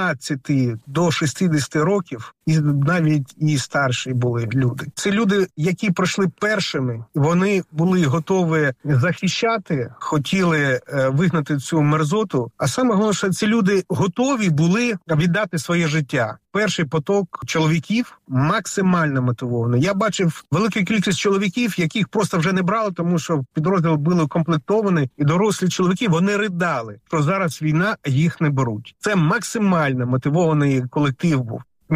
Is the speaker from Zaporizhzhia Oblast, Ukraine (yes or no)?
yes; Zaporizhzhia, Zaporizhzhia Oblast, Ukraine; Так, в моєму рідному місті Запоріжжя.